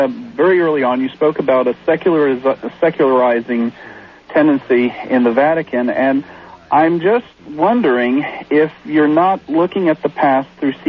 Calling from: Houston, Texas, United States; in Houston.

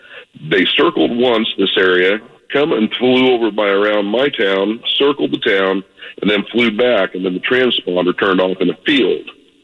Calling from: Iowa, United States; Here in Iowa

